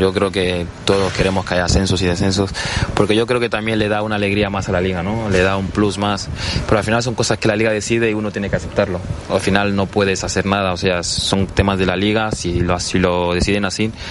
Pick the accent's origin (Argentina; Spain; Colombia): Spain; Barcelona, Catalonia; born there; aunque ahí nací en Barcelona.